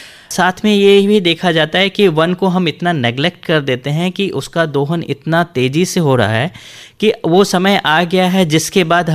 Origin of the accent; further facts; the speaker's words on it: Madhubani district, Bihar, India; also born or lived in Delhi; मैं मधुबनी जिला का रहने वाला हूँ, मधुबनी जिला से, और उसके बाद अभी मैं कार्यरत हूँ मिथिला यूनिवर्सिटी में।